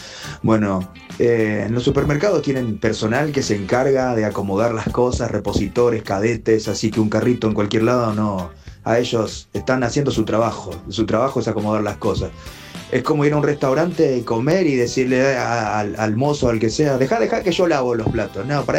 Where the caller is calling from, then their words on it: José C. Paz, Buenos Aires Province, Argentina; soy de José Sempaz.